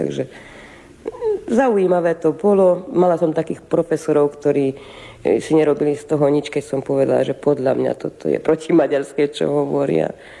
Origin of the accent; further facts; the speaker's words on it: Hungary; ja som Slovenka tu v Maďarsku necítila